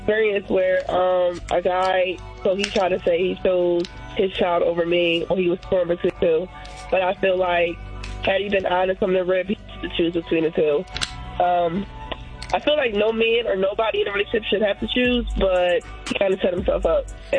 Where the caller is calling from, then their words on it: New Jersey, United States; I'm calling from Jersey.